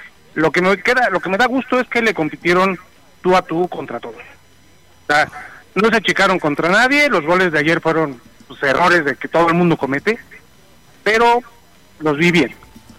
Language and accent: Spanish; Ahualulco de Mercado, Jalisco, Mexico; Yo soy de Agualulco de Mercado, un municipio que está cerca de Guadalajara.